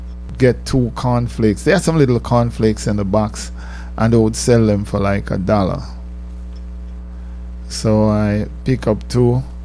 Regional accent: Jamaica; moved away as an adult; it's because I'm Jamaican. Yeah, I know you all believe that I come on this banana boat, but let me tell you something. I came on a plane to this country.

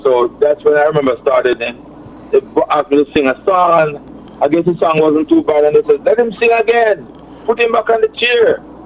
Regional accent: Colgate, Saint Ann, Jamaica; You see, I am from Colgate, yes.

